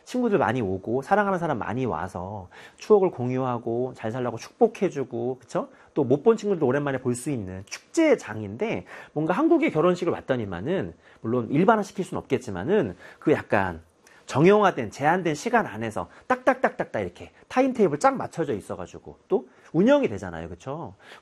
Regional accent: South Korea; 또 우리나라처럼 전통적으로 막 단일 민족, 또 이런 것들을 굉장히 또 강조했었던 그런 사회잖아요.

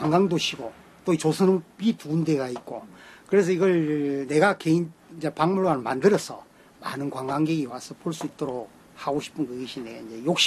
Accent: Tongyeong, South Gyeongsang, South Korea; moved away as an adult; now in Geoje, South Korea; 난 원래 태어난 고향은 통영, 옛날에 우리 시대 때는 충무였지.

